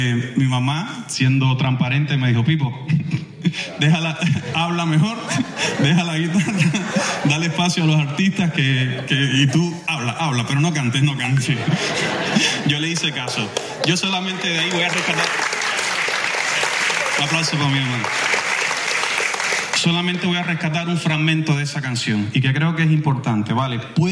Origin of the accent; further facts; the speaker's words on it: Cuba; Como cubano, y que puede ser el mismo caso de un ciudadano saharaui o un ciudadano palestino, recibir una muestra de solidaridad como la que ustedes están dando hoy